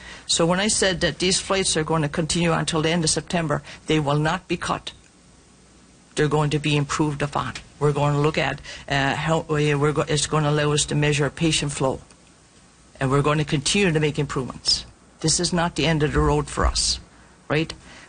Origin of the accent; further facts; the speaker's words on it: Makkovik, Newfoundland and Labrador, Canada; As an Indigenous woman, I grew up in Mackovic in Northern Labrador.